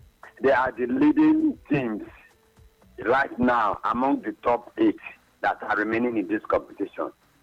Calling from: Asaba, Delta, Nigeria; I'm calling from Afaba, the capital city of Delta State.

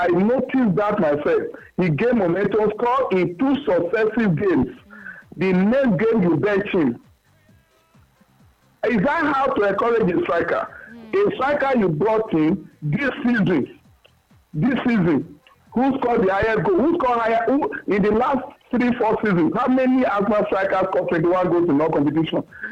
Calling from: Agbado, Ogun, Nigeria; I'm calling from Agbado.

